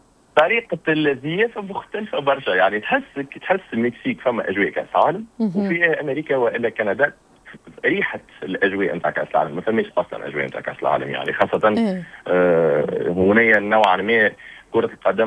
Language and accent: Arabic; Tunisia